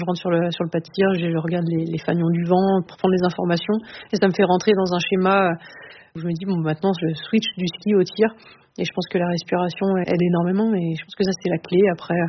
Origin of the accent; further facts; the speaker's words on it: Les Saisies, Auvergne-Rhône-Alpes, France; je viens d'une station des Saisies, qui est une station alpine, donc j'ai commencé par le ski alpin.